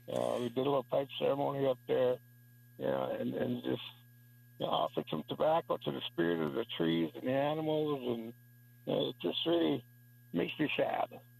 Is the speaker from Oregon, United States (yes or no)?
no; Minnesota, United States; I live up in Duluth, Minnesota. I'm originally from the Wilderness Reservation up in Minnesota